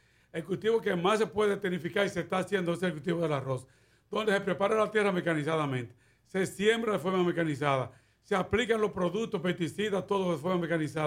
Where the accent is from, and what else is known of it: Dominican Republic